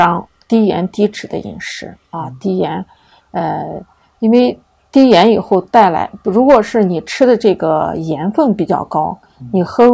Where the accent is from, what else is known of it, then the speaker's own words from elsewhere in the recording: Xinjiang, China; 我们新疆人